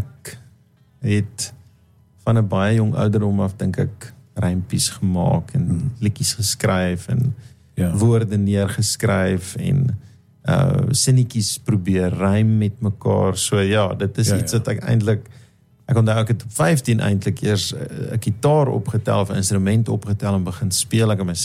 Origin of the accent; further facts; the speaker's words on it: Hennenman, Free State, South Africa; moved away as an adult; also born or lived in Johannesburg; now in Bloemfontein, South Africa; Oorspronkelijk van een klein dorpie in die Vrystaat, Henneman.